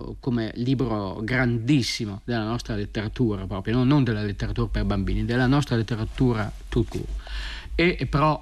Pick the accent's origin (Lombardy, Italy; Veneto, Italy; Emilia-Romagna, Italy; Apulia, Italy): Emilia-Romagna, Italy; Parma; born there; nella stradina dove io sono nato, a Parma.